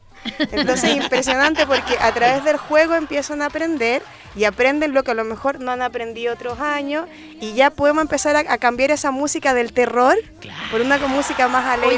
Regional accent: Iquique, Tarapacá, Chile; yo soy de Iquique, originaria de Iquique, tierra de campeones, por supuesto.

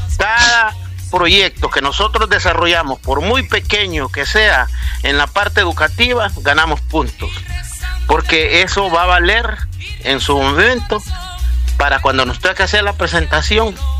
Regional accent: Sulaco, Yoro, Honduras

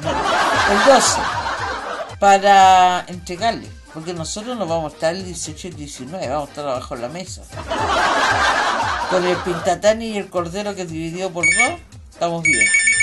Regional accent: Chile; Mostremos que somos chilenos.

